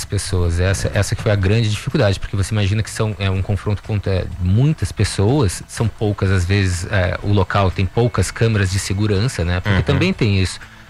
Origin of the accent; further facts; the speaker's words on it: Porto Alegre, Rio Grande do Sul, Brazil; now in São Paulo, Brazil; É, eu que sou de Porto Alegre, vou assistir às vezes o Grêmio aqui em São Paulo.